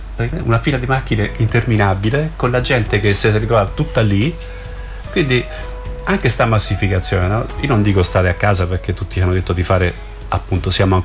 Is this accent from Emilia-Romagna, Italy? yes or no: yes; Emilia-Romagna, Italy; io sono cresciuto in Emilia Romagna